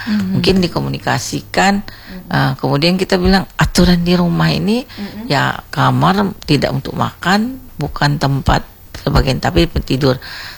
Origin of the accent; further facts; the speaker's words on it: West Sumatra, Indonesia; aku kan orang Minang.